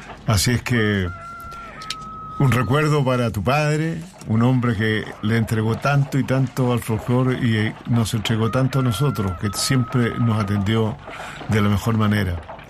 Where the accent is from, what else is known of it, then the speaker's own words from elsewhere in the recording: Constitución, Maule, Chile; En mi pueblo, en Constitución